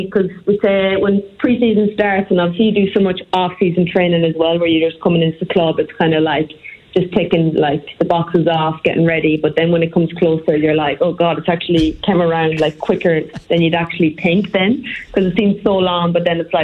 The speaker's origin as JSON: {"language": "English", "country": "Ireland", "said": "We're all Irish, so."}